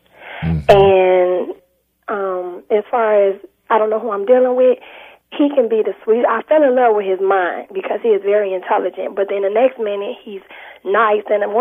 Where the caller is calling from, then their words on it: Detroit, Michigan, United States; I'm calling from Detroit.